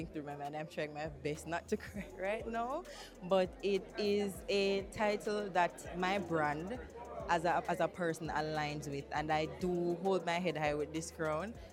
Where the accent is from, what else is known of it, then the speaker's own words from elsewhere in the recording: Saint Thomas, Jamaica; I'm from St. Thomas. I live in a small community called Botany Bay.